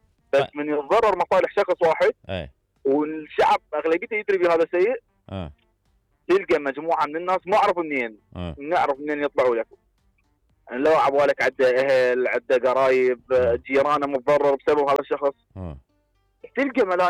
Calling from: Baghdad, Baghdad Governorate, Iraq; من بغداد.

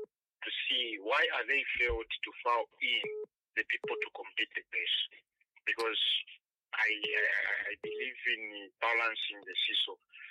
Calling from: Kitwe, Copperbelt, Zambia; I'm calling from Kitwe.

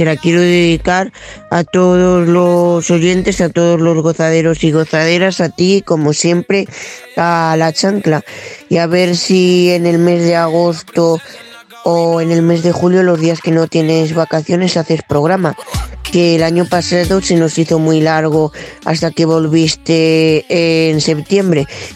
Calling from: Madrid, Community of Madrid, Spain; Hola, buenos días, Silvia … de Madrid.

